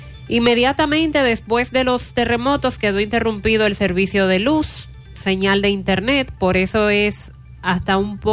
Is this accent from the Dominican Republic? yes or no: yes; Dominican Republic; A nosotros como dominicanos nos duele bastante.